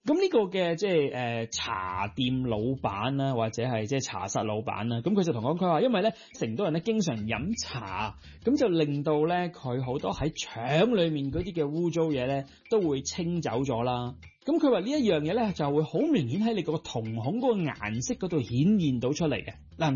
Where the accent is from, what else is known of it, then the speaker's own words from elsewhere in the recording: Hong Kong; 我哋香港人啦，或者廣東人啦，